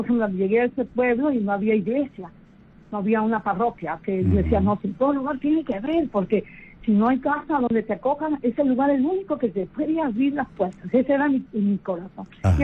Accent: Pátzcuaro, Michoacán, Mexico; soy de Pátzcuaro.

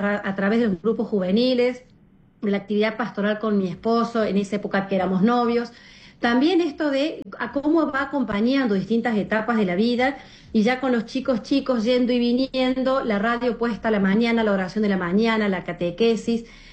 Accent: Córdoba, Argentina; yo soy de Córdoba, Argentina. Acá también tenemos nuestra Radio María. Y desde muy chica en mi casa se escuchaba Radio María.

